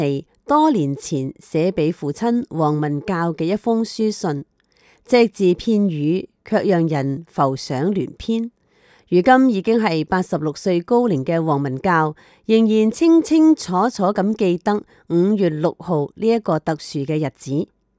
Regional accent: Indonesia; moved away as an adult; now in China; 嗰个时候如果要回国是很麻烦的，印尼政府不一定愿意，因为我是印尼的羽毛球国手，当时的政策亦是人才不外流

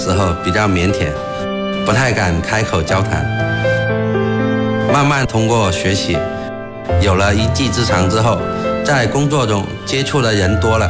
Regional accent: Laibin, Guangxi, China; moved away as an adult; now in Shanghai, China; 我的家乡在广西来宾市，记忆中这里到处都是甘蔗，一望无际。我现在在上海工作

